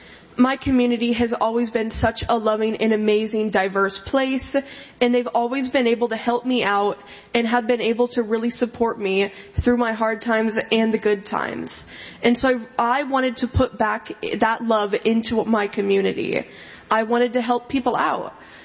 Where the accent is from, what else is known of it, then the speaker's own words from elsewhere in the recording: Iowa, United States; my home state of Iowa